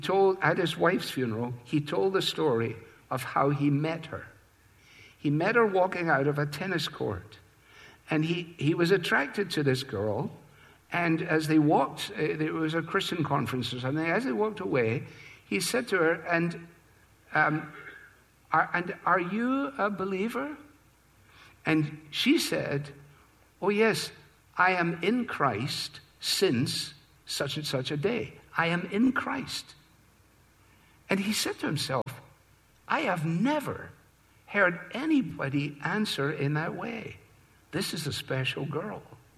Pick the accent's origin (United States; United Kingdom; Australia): United Kingdom; Scotland; as a Scotsman